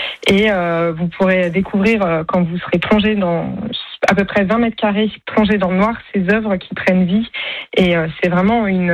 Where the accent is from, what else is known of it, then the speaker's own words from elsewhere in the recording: Rennes, Brittany, France; Moi, je suis rennaise de base.